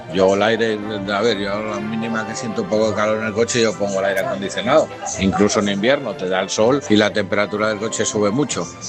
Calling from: Asturias, Spain; Yo vivo en Asturias, aquí no tenemos aire acondicionado.

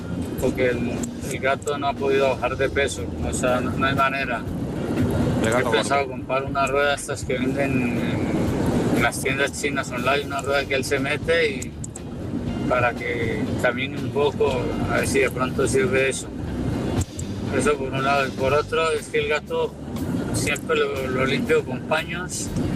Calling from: Barcelona, Catalonia, Spain; de Barcelona.

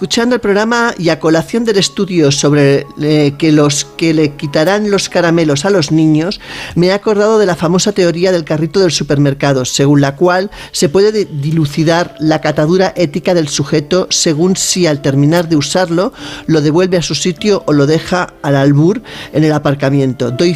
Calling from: Barcelona, Catalonia, Spain; de Barcelona

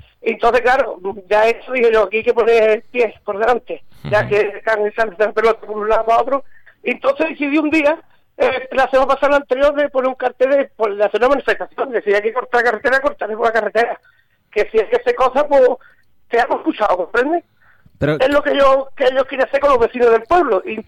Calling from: Spain; aquí estamos en la pedanía de Medina, a los Guadalejos.

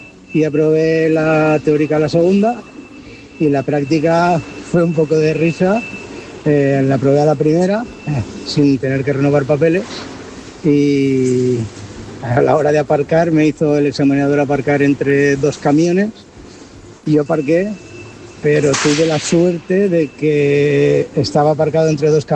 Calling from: Moncofa, Valencian Community, Spain; de Moncofar.

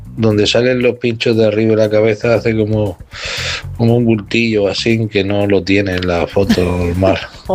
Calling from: Barcelona, Catalonia, Spain; Hola, buenas madrugadas … de Barcelona.

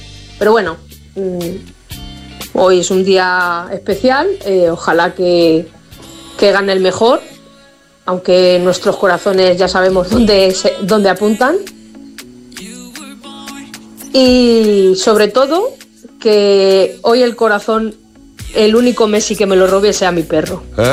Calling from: Fuenlabrada, Community of Madrid, Spain

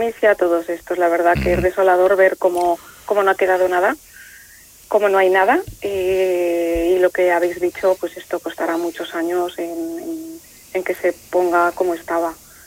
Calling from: Robres, Aragon, Spain; soy de Robres

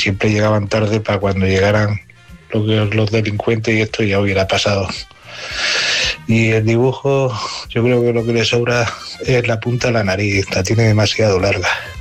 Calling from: Barcelona, Catalonia, Spain; de Barcelona.

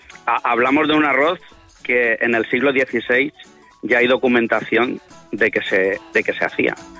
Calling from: Valencia, Valencian Community, Spain; A ver, Jorge, soy de Valencia.

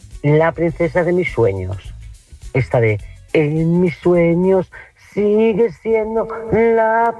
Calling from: Palma de Mallorca, Balearic Islands, Spain; de Palma de Mallorca.

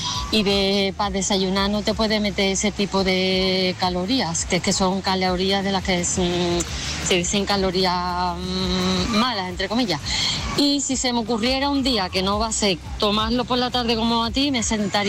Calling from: Seville, Andalusia, Spain; desde El Tardón.

